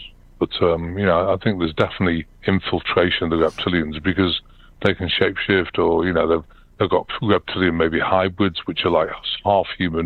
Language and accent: English; United Kingdom; accent: British; now in United States; Well, actually, I'm American. I became a citizen in 2017, but I'm still got a British accent